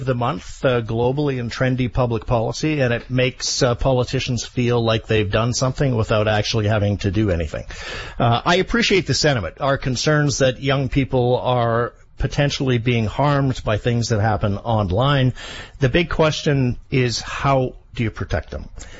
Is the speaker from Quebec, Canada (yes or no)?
no; British Columbia, Canada; I grew up in British Columbia.